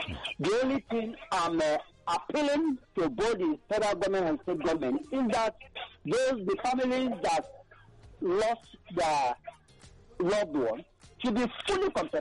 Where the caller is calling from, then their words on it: Nigeria; I'm calling from Abanoje in Ekotun.